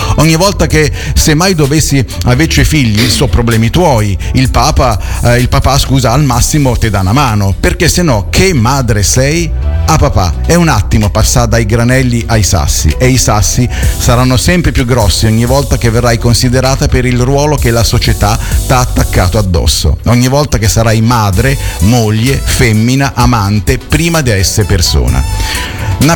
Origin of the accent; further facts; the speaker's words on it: Rome, Lazio, Italy; la mia romanità, anche se poi è molto sporca la mia romanità, anche se sono nato e vissuto a Roma.